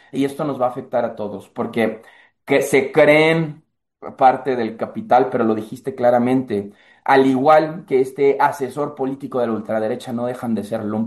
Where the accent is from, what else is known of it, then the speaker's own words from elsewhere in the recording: Mexico; aún siendo mexicanos